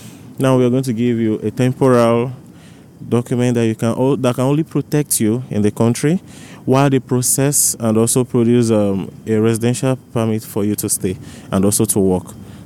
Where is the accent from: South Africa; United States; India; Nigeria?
Nigeria; English is a second language; moved away as an adult; now in Germany; I'm from Nigeria.